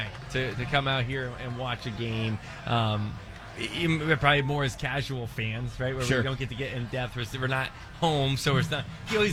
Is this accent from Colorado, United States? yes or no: no; Connecticut, United States; moved away; where I grew up in Connecticut, it was very split between the Yankees and the Red Sox.